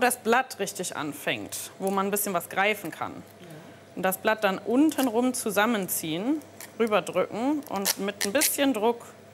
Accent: Bremen, Germany; Ich bin 31 Jahre alt, gebürtige Bremerin. Ich bin in Findorf groß geworden und wohne mittlerweile sehr lange in der Neustadt.

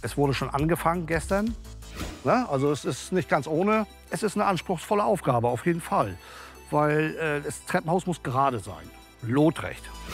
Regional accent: East Germany, Germany; born there; Ich bin waschechter Ossi, ich bin da geboren.

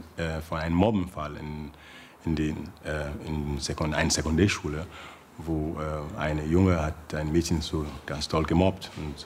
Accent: Sierra Leone; moved away; Ich komme aus Sierra Leone. Ich bin 47 Jahre alt.

